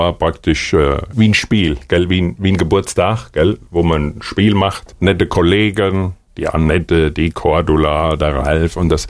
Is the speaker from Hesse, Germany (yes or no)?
yes; Hesse, Germany; Ich komme ja aus Hessen, da gibt es den Hessischen Rundfunk